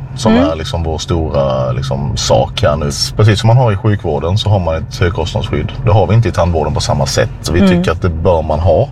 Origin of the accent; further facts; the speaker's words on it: Sölvesborg, Blekinge, Sweden; i närradion hemma i Sölvesborg